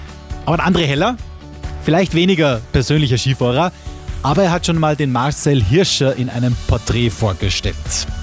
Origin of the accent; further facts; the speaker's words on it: Austria; Da rechnen wir uns natürlich als Österreicher schon was aus.